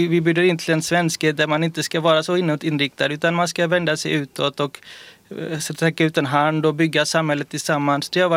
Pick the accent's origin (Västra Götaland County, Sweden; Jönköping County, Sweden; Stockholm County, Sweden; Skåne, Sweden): Västra Götaland County, Sweden; Göteborg; born there; Jag föddes 88 i Göteborg